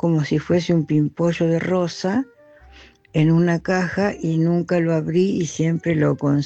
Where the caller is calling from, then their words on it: San Nicolás de los Arroyos, Buenos Aires Province, Argentina; le mando muchos saludos desde San Nicolás